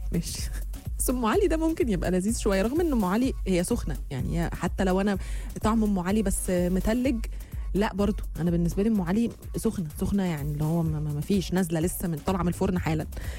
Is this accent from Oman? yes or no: no; Egypt; مرة في فرنسا جربت حاجة قالوا لي ده رز عندهم بس عندنا في مصر هو الكسكسي